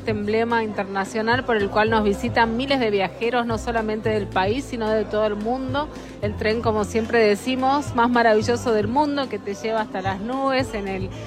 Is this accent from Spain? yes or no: no; Salta, Argentina; El objetivo de esta campaña es reenamorar a todos los argentinos de nuestra querida Salta, tan linda que enamora, como decimos nosot